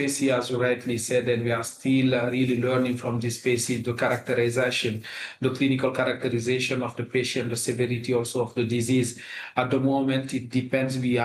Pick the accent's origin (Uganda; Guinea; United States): Guinea; I'm originally from Guinea, one of the countries which were affected a decade ago.